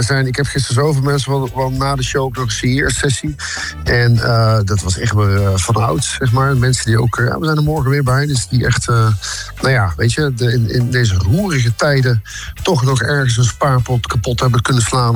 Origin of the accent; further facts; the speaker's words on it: Waalwijk, North Brabant, Netherlands; En al die mensen, en waar heel veel bekenden, ook uit Waalwijk, waar ik opgegroeid ben.